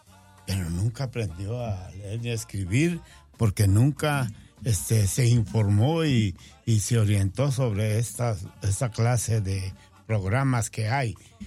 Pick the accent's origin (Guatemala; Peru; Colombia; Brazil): Guatemala; now in United States; eso no quiere decir que no sienta Guatemala en el corazón. Pero yo soy ciudadano